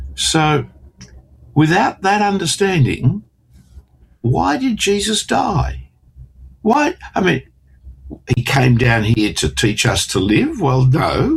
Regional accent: Australia; Well, being an Australian in Australia, we've got to preach grace

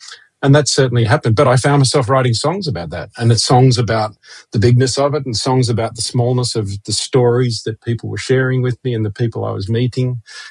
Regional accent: Sydney, New South Wales, Australia; I liken teacher training in Sunday school in the system that we grew up in Sydney.

